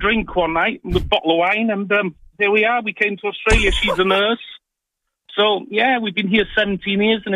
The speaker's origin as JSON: {"language": "English", "region": "Wales", "country": "United Kingdom", "first_language": "Welsh", "second_language": "English", "moved": "yes", "said": "I'm from Wales originally."}